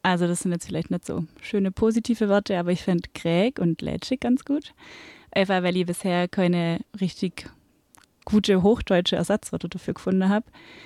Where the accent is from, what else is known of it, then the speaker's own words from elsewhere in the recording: Riedlingen, Baden-Württemberg, Germany; moved away as an adult; now in Tübingen, Germany; ich komme aus Riedlingen ursprünglich, also Riedlingen an der Donau, bin da aufgewachsen, bin aber vor 6 Jahren jetzt fürs Studium dann nach Tübingen gezogen und seitdem wohne ich jetzt quasi ein bisschen nördlicher im Schwabenländle.